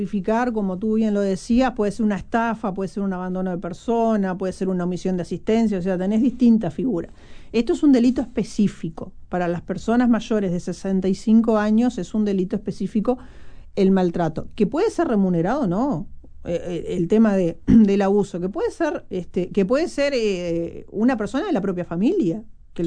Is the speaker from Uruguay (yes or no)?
yes; Uruguay